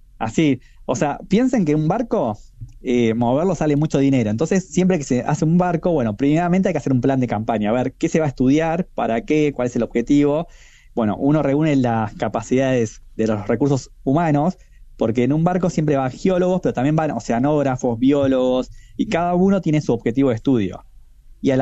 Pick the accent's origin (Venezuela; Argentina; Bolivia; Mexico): Argentina; La Plata, Buenos Aires Province; yo soy platense, estudié en La Plata